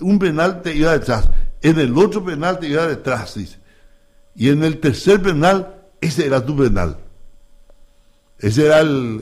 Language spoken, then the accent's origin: Spanish; Paraguay